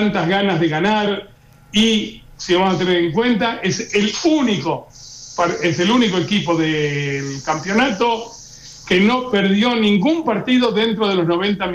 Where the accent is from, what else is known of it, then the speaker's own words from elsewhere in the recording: Argentina; now in Israel; si no fuese que soy argentino